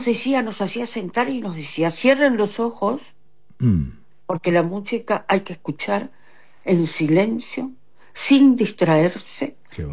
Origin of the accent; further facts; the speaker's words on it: Corrientes, Argentina; Sí, yo nací en Corrientes en 1947.